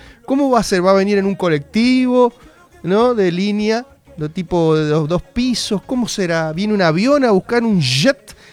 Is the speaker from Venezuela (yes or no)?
no; Argentina